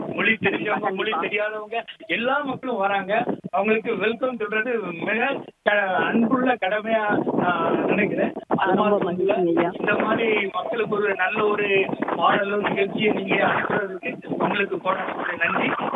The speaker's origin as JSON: {"language": "Tamil", "town": "Nagercoil", "region": "Tamil Nadu", "country": "India", "tie": "born or raised there", "lives_now": "Chennai, India", "said": "என்னுடைய சொந்த ஊர் வந்து கன்னியாகுமரி மாவட்டம் நாகர்கோவில்."}